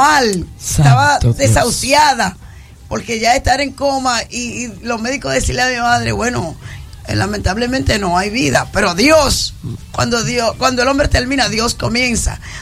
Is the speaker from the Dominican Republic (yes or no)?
yes; Dominican Republic; nosotros como dominicanos